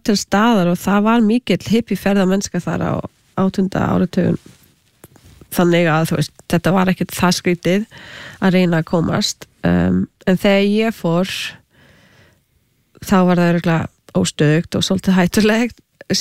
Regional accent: Canada; also born or lived in United States / Australia; ég ólst upp í Kanada með halv indverskri móðu frá Suður Ameríku svo ég var þegar alþjóðlegt barn og með nokkur tungumál sem ég gat notað

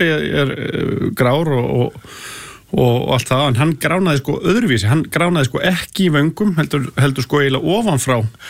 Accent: Hafnarfjörður, Capital Region, Iceland; Ég er alinn upp í Hafnarfirði Ég er haffyrringur í húð og þár.

